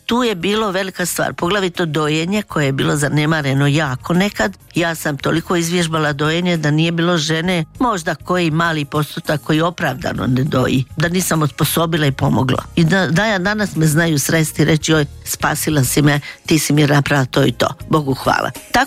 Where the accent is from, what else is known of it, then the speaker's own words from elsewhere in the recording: Dalmatia, Croatia; born there; ja sam rođena u Dalmaciji gdje je sramota, djevojke nisu smjele rađati